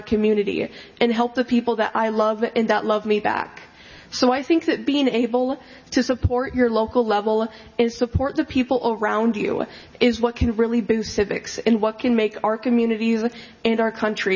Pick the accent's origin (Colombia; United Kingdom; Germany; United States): United States; Iowa; my home state of Iowa